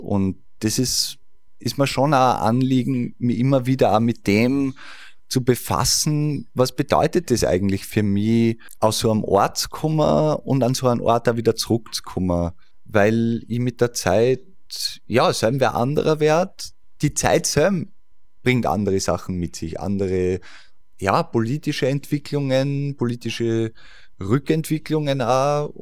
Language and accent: German; Ebensee, Upper Austria, Austria; moved away; Ich bin in Ebensee, das an und für sich schon kein leichtes Pflaster ist, nur mal auf einem Gebiet aufgewachsen, das mit viel, viel Problematiken daherkommt. Ich komme aus der Finkerleiten, wo während der NS-Zeit ein Konzentrationslager war.